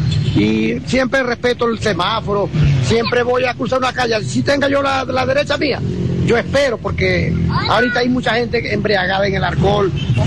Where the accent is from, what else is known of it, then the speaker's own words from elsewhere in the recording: El Tukuko, Zulia, Venezuela; soy del Tocuco. Me dedico aquí a trabajar mototaxi.